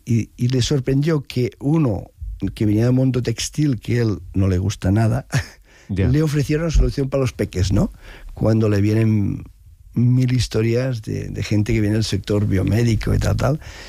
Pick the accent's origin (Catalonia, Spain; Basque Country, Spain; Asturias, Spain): Catalonia, Spain; Arenys de Mar